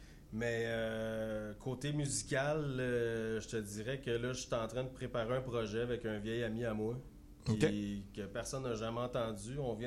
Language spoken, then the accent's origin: French; Granby, Quebec, Canada; Moi, je viens de Granby. Aujourd'hui, j'ai descendu de Granby pour venir ici.